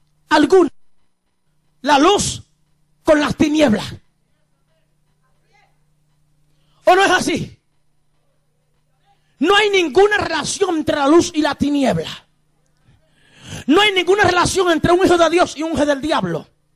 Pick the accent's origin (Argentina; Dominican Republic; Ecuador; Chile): Dominican Republic; moved away; Cuando yo me crié en mi país, República Dominicana, yo vivía frente a una iglesita.